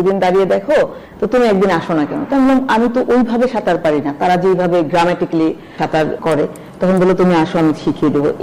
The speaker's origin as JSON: {"language": "Bangla", "town": "Rajbari", "region": "Dhaka Division", "country": "Bangladesh", "tie": "born or raised there", "moved": "yes", "lives_now": "Dhaka, Bangladesh", "said": "রাজবাড়ী হচ্ছে আমার home district, তো রাজবাড়িতে আমাদের স্টেডিয়ামের পাশে বাসা থাকার কারণে খেলাধুলার একটা আবহে বড় হয়েছি"}